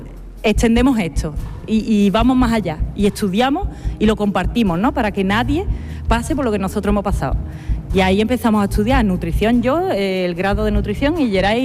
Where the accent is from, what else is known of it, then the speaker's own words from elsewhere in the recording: Jerez de la Frontera, Andalusia, Spain; moved away as an adult; also born or lived in France; yo nací en la Liberación.